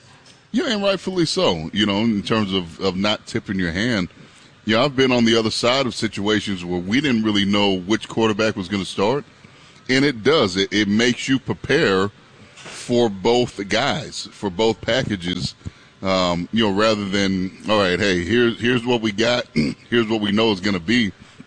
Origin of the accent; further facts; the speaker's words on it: California, United States; now in Tennessee, United States; It's the reason why I came from California, come out here, play for Coach Chavis